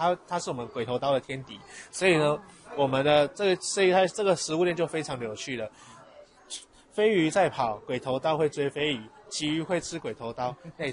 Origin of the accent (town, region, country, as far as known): Taiwan